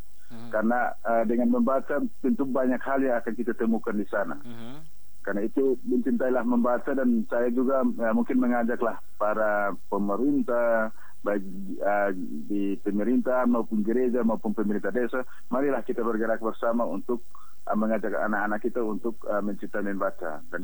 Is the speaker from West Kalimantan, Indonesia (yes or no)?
no; East Nusa Tenggara, Indonesia; born there; di tempat kelahiran saya di Kabupaten TTS